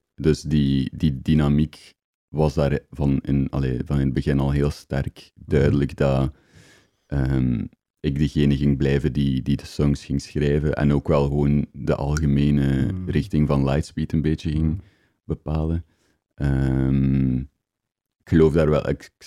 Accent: Flanders, Belgium; now in Ghent, Belgium; We zijn van het Waasland en we zijn daar ook heel trots op. Zeker Sint-Niklaas steunt ons heel hard in alles wat we doen. En dat is iets wat we nooit gaan loslaten. Maar ik denk dat het een beetje onvermijdelijk is met dat ik hier in Gent ben gaan wonen.

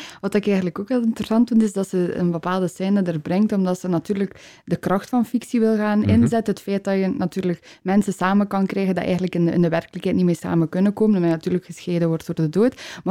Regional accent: Balearic Islands, Spain; ga ik even meegeven dat ik van Mallorca ben.

